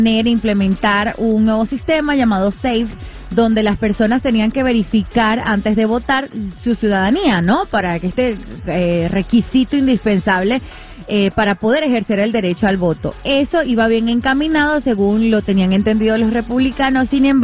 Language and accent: Spanish; Venezuela; now in Mexico; Yo soy venezolana y a veces digo cosas que no.